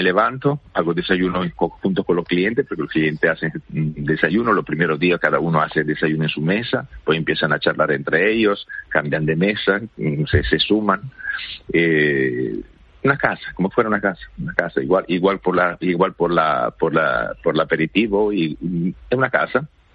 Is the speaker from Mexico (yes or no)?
no; Italy; Spanish is a second language